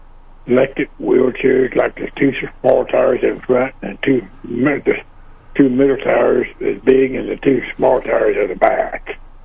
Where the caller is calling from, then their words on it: Marshall, Missouri, United States; I'm in Marshall